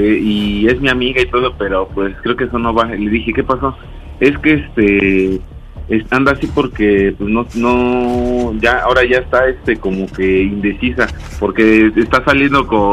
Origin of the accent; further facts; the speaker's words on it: Mexico City, Mexico; Tengo 24 años y soy aquí de la Ciudad de México.